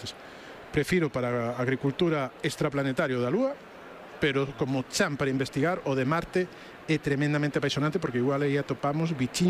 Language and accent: Galician; Sarria, Galicia, Spain; son de Sarria, entonces, claro, pois non pode ser outro xeito.